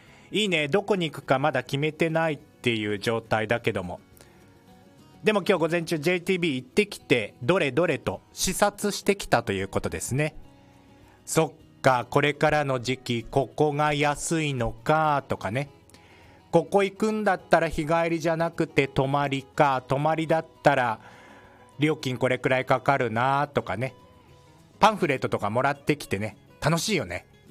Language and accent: Japanese; Biei, Hokkaido, Japan; moved away; 地元北海道は美瑛町に去年はね泊まりがけで行って結構楽しかったので、